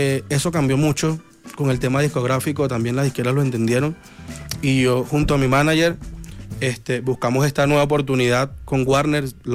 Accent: Caracas, Capital District, Venezuela; el de Caricuao.

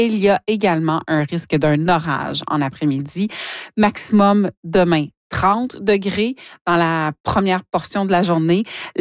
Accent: Smooth Rock Falls, Ontario, Canada; ma région natale. Allons-y avec Hearst-Kapuskasing, Cochrane, Smooth Rock Falls, donc le corridor de la route 11.

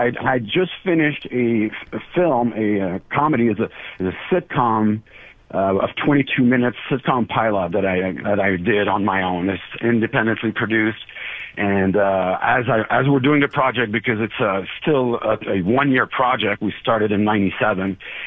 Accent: Quebec City, Quebec, Canada; English is a second language; Yeah, so I grew up in Quebec City, which in a city called Charlebourg. So that's another challenge that I had, which was I didn't speak English that well.

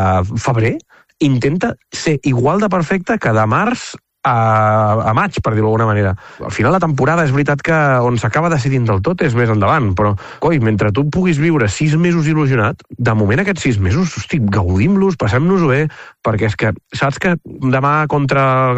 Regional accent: Catalonia, Spain; Quan estàs en aquest moment de forma, l'únic, com que som catalans, l'únic per el que pateixes és perquè s'acabi, perquè s'acabarà.

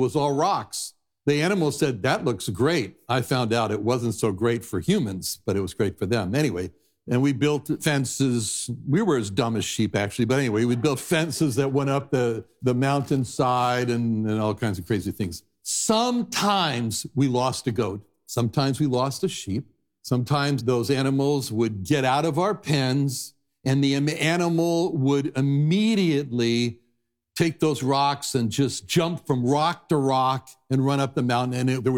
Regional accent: Los Angeles, California, United States; moved away as an adult; also born or lived in Lakeside, California; I'm from Los Angeles.

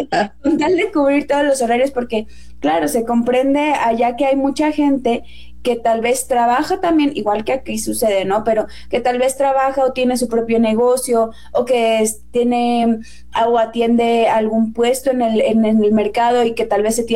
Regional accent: Mexico; honores porque mi sangre es guatemalteca, voy a decir yo. No, o sea, con mucho gusto por todo a México y me siento orgullosamente mexicana, pero pues también de mis raíces no me siento avergonzada.

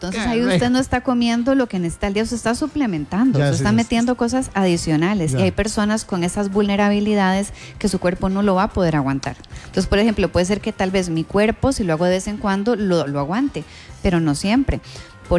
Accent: Costa Rica

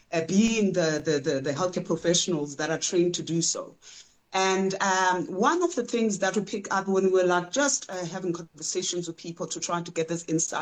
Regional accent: Eastern Cape, South Africa; like for example, myself, I'm Xhosa from the Eastern Cape. Umngqusho is part of what I eat.

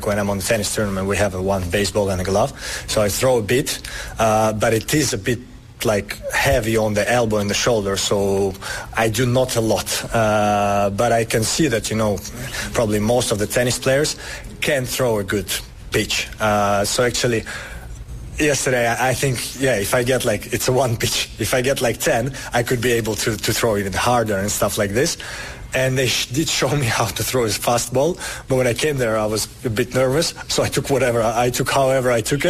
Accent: Russia; English is a second language; now in United States; But then I forgot. I'm from Russia. I'm from Europe. Nobody watches baseball there.

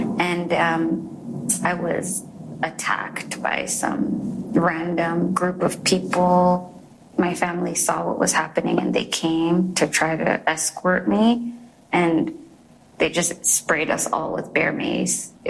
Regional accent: Canada; I'm as Canadian as it gets

